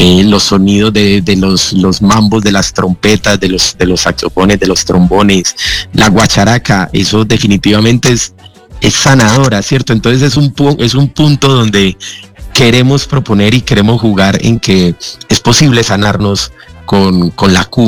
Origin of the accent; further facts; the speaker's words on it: Colombia; Definitivamente hay que darle el valor en nosotros mismos como colombianos